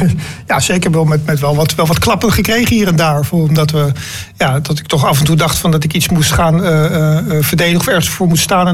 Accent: Stadskanaal, Groningen, Netherlands; born or raised there; also born or lived in Rotterdam

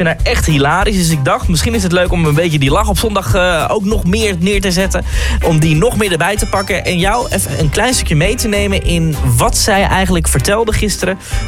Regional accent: Emmen, Drenthe, Netherlands; ik kom uit Emmen.

